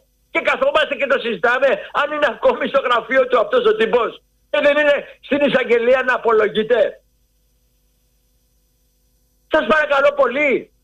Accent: Greece

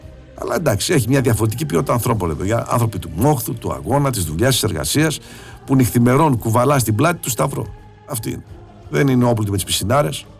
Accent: Thessaloniki, Central Macedonia, Greece; εγώ μεγάλωσα στο Ελευθέρω Κορδελιό και στην Νεάπολη στα αρχικά μου χρόνια, όταν γονίζονται στη Γερμανία.

